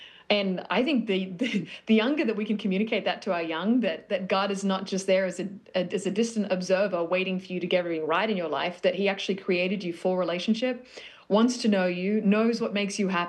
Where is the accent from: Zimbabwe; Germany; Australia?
Australia; You know, as an Australian, I was involved in everything, but it was rugby sevens that caught my heart in the end.